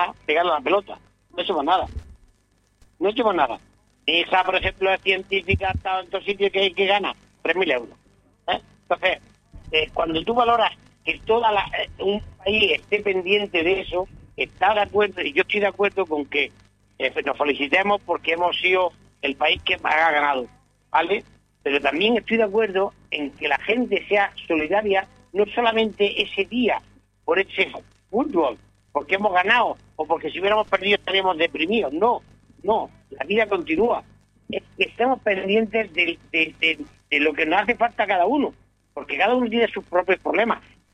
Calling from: Spain; Yo soy un español y llevo mi bandera

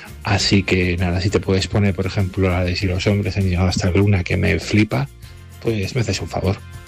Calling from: Alcorcón, Community of Madrid, Spain; Buenos días, Elena … de Alcorcón.

